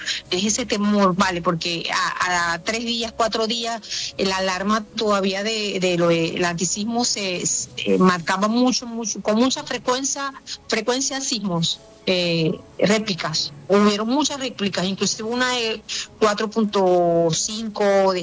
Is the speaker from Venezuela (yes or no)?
yes; Venezuela; todo lo que nosotros como venezolanos hemos tenido que vivir durante todos estos años